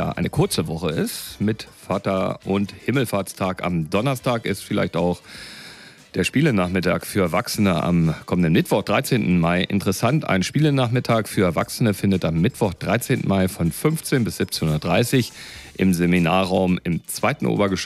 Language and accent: German; Peine, Lower Saxony, Germany; Und da ist natürlich an allererster Stelle zu nennen in meiner Heimatstadt das 26. Highland Gathering, das Schottenfestival, die Schottentage in Peine an diesem Wochenende.